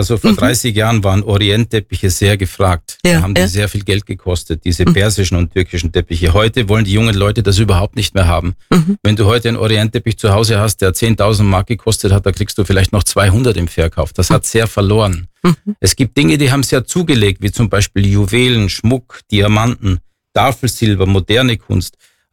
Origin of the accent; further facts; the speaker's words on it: Deutschlandsberg district, Styria, Austria; also born or lived in Innsbruck, Austria; now in Oberstaufen, Germany; Ich bin in Innsbruck geboren, bin in Graz aufgewachsen, also südlich von Graz, in Pölfingbrunn, das ist im Bezirk Deutschlandsberg.